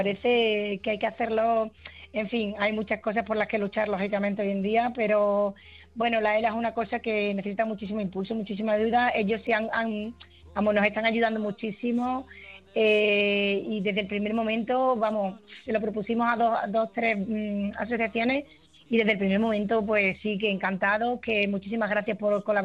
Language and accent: Spanish; Chipiona, Andalusia, Spain; moved away as an adult; now in Mérida, Spain; Llevo 12 años aquí, pero yo soy realmente soy original de Escipiona.